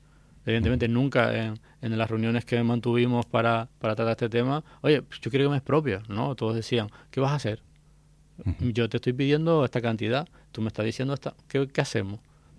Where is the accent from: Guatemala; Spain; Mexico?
Spain; Canary Islands; como los canarios queramos